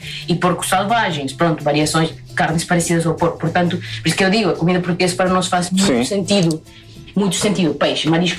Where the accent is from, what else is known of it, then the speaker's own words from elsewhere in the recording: Pucallpa, Ucayali, Peru; Portuguese is a second language; E por acaso, de onde eu sou, que é Pucallpa, é o rio Ucayali.